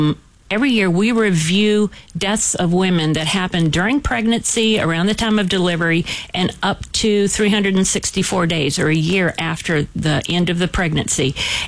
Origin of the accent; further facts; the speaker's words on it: Columbia, South Carolina, United States; I grew up here in Columbia, moved away for a while for college and for the beginning of my career, and then came back in 2003.